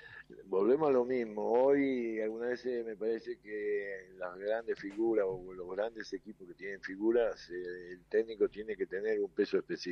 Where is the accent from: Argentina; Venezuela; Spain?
Argentina; Yo soy argentina